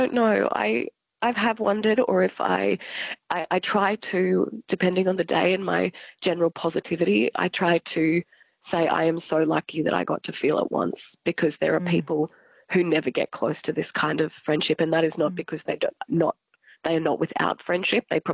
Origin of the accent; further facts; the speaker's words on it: Albury, New South Wales, Australia; In Albury Wodonga, so I'm from Albury.